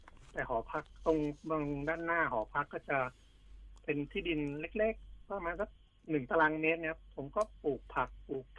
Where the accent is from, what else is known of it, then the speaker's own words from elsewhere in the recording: Pattani, Thailand; now in Nakhon Ratchasima, Thailand; เป็นคนจังหวัดปัตตานีครับแต่ว่ามาย้ายไปอยู่ที่โคราช